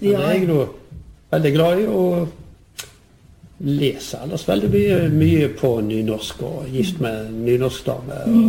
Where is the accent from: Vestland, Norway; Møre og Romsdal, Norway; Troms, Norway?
Vestland, Norway; Bergen; Og jeg er jo bergenser, men jeg kunne jo egentlig ha liksom gjerne skrevet nynorsk ut fra språket mitt